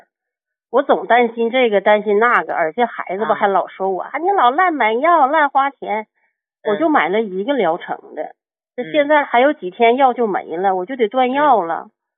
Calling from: Qiqihar, Heilongjiang, China; 尹老师，我家是齐齐哈尔的。

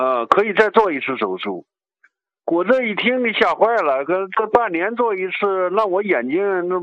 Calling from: Kunming, Yunnan, China; 哎，您好，您好，我是昆明的患者呀。

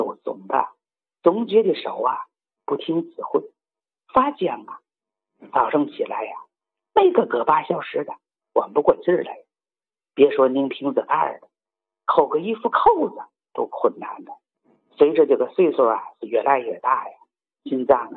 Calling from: Tianjin, China; 我是啊天津大港的新朋友，

